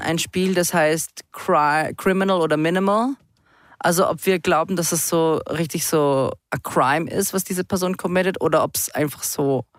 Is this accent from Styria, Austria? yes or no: no; Carinthia, Austria; wir haben Werwolf um ein Lagerfeuer gespielt bei uns in Kärnten.